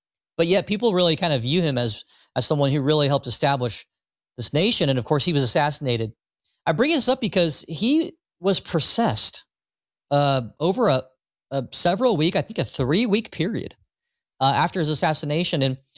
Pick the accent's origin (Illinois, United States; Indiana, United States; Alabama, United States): Indiana, United States; Richmond; my hometown of Richmond, Indiana